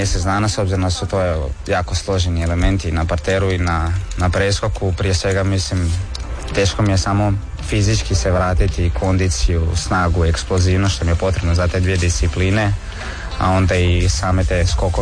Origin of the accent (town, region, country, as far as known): Croatia